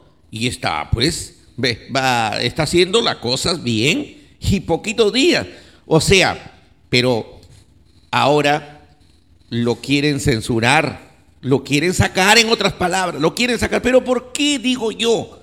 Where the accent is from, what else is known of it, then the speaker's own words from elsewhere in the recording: Olmos, Lambayeque, Peru; mi pueblo de Olmos